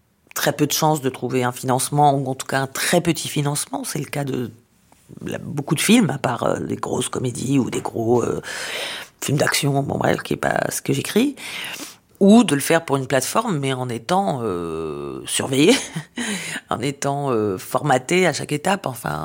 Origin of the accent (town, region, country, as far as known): Israel; born or raised there